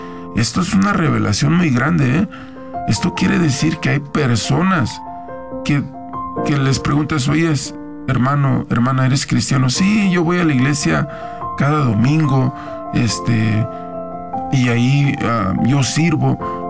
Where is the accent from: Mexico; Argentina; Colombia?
Mexico; Guanajuato; soy de Guanajuato.